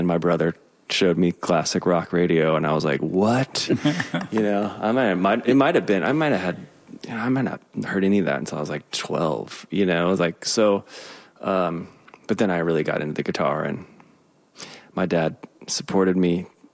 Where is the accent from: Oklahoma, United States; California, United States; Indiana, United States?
Indiana, United States; Indianapolis; I grew up in Indianapolis, Indiana, and lived there, went to school in Bloomington, studied music.